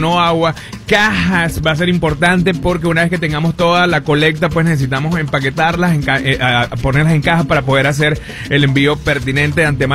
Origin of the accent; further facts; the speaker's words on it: Venezuela; now in Orlando, United States; Como venezolano, por supuesto, sigo todavía recibiendo muchísimos mensajes de mis amigos, de mis familiares que me quedan allá en Venezuela, todos reaccionando, y yo irónicamente pues les digo que estamos en un party de recolección acá en la ciudad de Orlando.